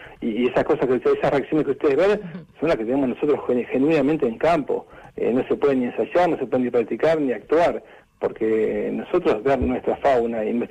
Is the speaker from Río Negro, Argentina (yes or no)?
yes; San Carlos de Bariloche, Río Negro, Argentina; yo soy Bariloche, yo me crié con naturaleza y me crié ahí en el ambiente